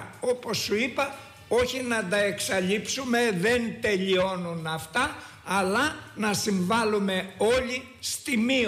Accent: Western Greece, Greece; εγώ είμαι από Ετωλοακαρνανία.

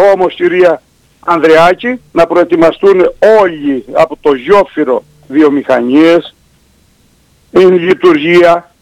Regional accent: Ierapetra, Crete, Greece; Εγώ είμαι από την Ιερά Πέτρα.

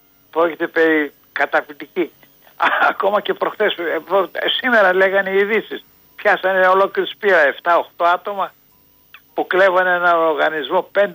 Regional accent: Athens, Attica, Greece; και εγώ είμαι Αθηναίος

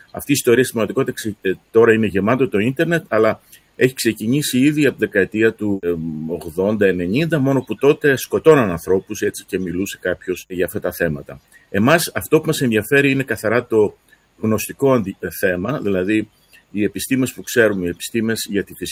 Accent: Crete, Greece; δεν είμαι υπηρώτης, στην Κρήτη κατάγομαι, πατέρας μου από Θεσσαλία, αλλά εργάζομαι στην Ήπειρο.

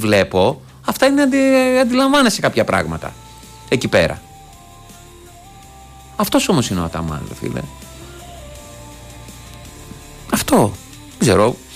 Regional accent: Amarynthos, Central Greece, Greece; στο χωριό μου στην Αμάρινθο

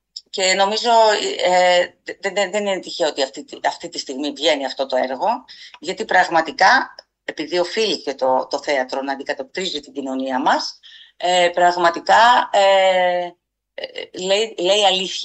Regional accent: Thessaloniki, Central Macedonia, Greece; now in Athens, Greece; Έκανα μια εσωτερική μετανάστευση, έφυγα από τη Θεσσαλονίκη, πήγα στην Αθήνα.

